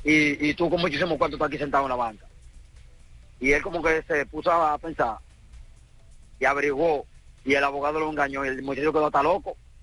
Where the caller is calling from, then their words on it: Villa Mella, Santo Domingo, Dominican Republic; Pues sí, yo soy de Villamella.